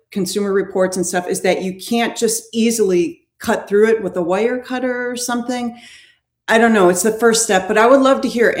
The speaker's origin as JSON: {"language": "English", "town": "Milwaukee", "region": "Wisconsin", "country": "United States", "tie": "born or raised there", "said": "So, but first of all, I'm from Milwaukee, okay? So I grew up here."}